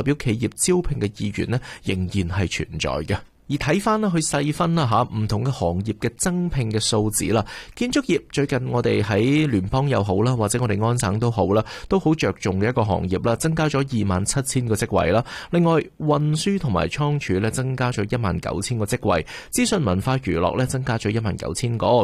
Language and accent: Cantonese; Canada